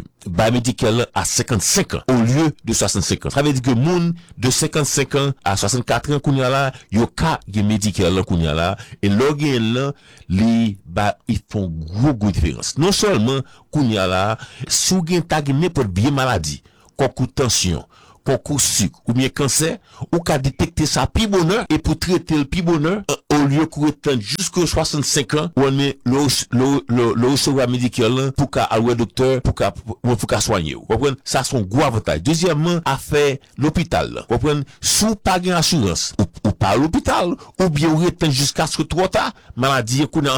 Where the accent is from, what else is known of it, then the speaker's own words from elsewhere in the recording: Haiti; now in United States; qu'on est haïtien, moi-même